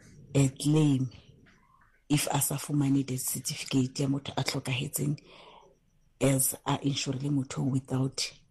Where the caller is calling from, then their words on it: Katlehong, Gauteng, South Africa; I'm from Katlehong.